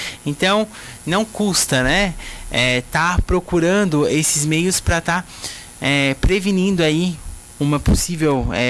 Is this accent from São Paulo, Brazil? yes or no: no; Lauro Müller, Santa Catarina, Brazil; Eu ficarei agora um pouco mais perto lá, sou natural de Lauro Miller, né? Moro lá com a minha família.